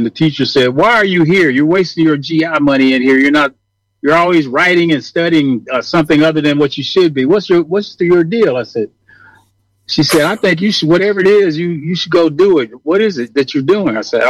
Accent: Kissimmee, Florida, United States; I was born in Kissimmee, Florida. People call it Kissimmee, Florida. It's right next to Orlando, Florida, right in the middle in Central Florida. It's Disney World now, but I grew up there.

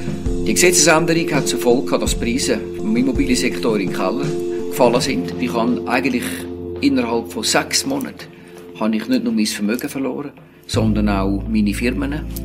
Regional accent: Stäfa, Zurich, Switzerland; born there; Ich bin 1947 in Stäfen am Zürichsee geboren, in einer Familie mit 5 Kindern.

